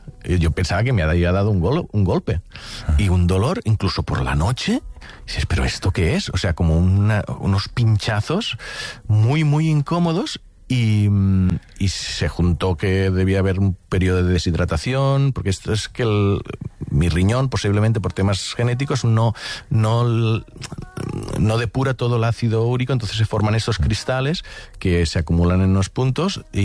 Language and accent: Spanish; Catalonia, Spain